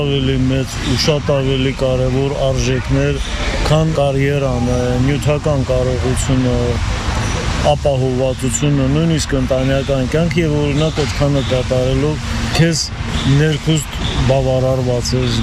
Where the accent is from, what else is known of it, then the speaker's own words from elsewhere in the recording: Stepanakert, Nagorno-Karabakh, Azerbaijan; moved away as an adult; also born or lived in Yerevan; ծնվել եմ Երևանում, այդ ժամանակ ծնողներս սովորում էին կոնսերվատորիայում, բացի Երևանում ուսանելու տարիներից և տարհանվելուց հետո ամբողջ կյանքս անց եմ կացրել իմ հայրենի Ստեփանակերտը։